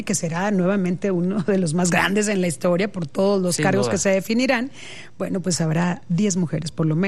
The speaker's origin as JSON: {"language": "Spanish", "region": "Sonora", "country": "Mexico", "said": "Yo soy una sonorense al 100%."}